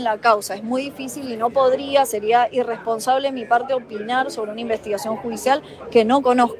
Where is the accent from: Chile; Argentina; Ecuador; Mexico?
Argentina; todos lamentamos como argentinos